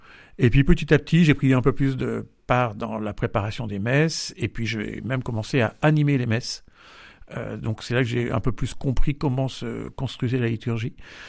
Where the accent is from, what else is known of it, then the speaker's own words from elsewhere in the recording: Flers, Normandy, France; Exactement, mais je suis même de Flers même.